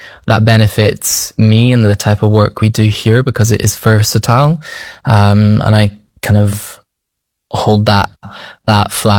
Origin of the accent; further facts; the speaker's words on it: Aberdeen, Scotland, United Kingdom; When I was younger, actually, I grew up and trained in Scotland, in Aberdeen, and I actually went to London to perform in the West End